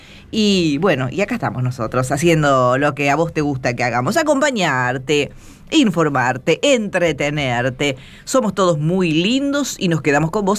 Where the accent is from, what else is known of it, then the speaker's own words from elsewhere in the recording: Corrientes, Argentina; ¿Cómo somos los correntinos?